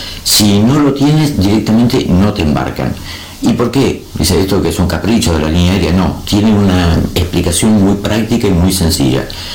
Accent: Argentina; moved away as an adult; now in Spain; en mi país, en Argentina, como ya saben, yo ya llevo muchos años fuera

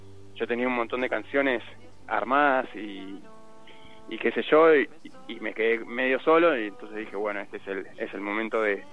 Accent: Don Torcuato, Buenos Aires Province, Argentina; soy un artista independiente, solista de Zona Norte, más precisamente de Don Torcuato, Tigre.

